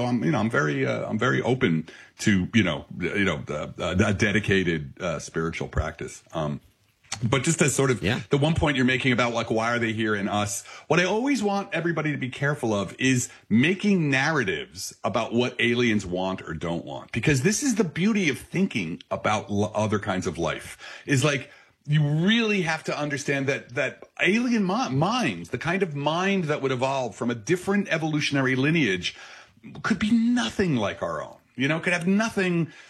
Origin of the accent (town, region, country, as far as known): Belleville, New Jersey, United States